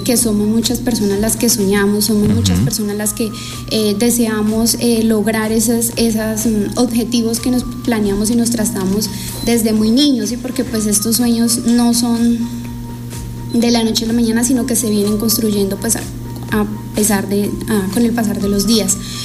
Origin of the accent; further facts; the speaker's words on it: Líbano, Tolima, Colombia; born there; Soy nacida en el Líbano, Tolima, pero pues digamos que por diferentes circunstancias de la vida tuve que emigrar a diferentes zonas